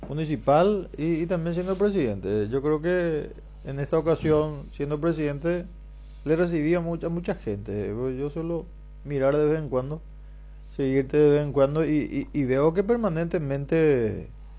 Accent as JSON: {"language": "Spanish", "country": "Paraguay"}